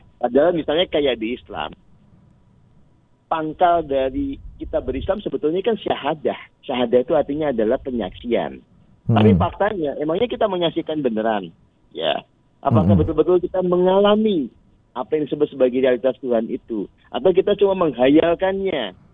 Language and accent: Indonesian; Magelang, Central Java, Indonesia; also born or lived in Cirebon / Bali; Jadi kan saya ini masa kecil itu dulu pernah di Kota Magelang, Bung Sabil. Kemudian juga pernah di Cirebon, pernah di Bali ya.